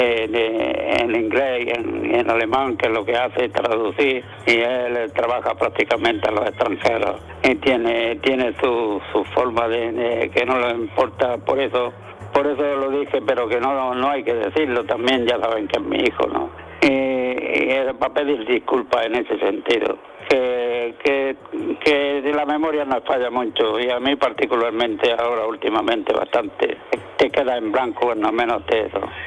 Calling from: Almuñécar, Andalusia, Spain; de Almuñécar

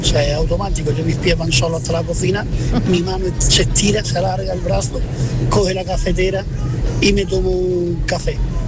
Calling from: Jaén, Andalusia, Spain

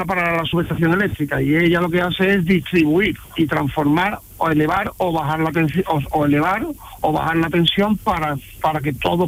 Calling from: Seville, Andalusia, Spain; Yo de Sevilla capital.

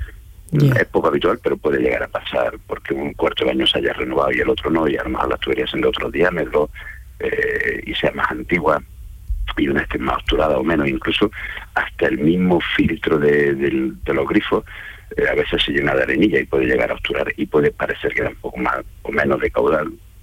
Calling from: Roquetas de Mar, Andalusia, Spain; Yo vivo en Roqueta de Mar, en Almería, pero actualmente estoy trabajando en capital y en Linares.

